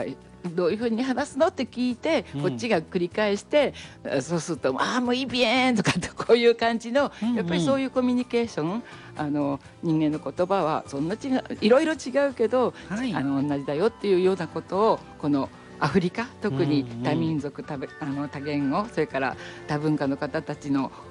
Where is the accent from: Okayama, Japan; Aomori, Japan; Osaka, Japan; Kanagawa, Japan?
Aomori, Japan; Hachinohe; moved away as an adult; also born or lived in Tokyo; 私は八戸出身ですけど長く東京で仕事をして戻ってきてから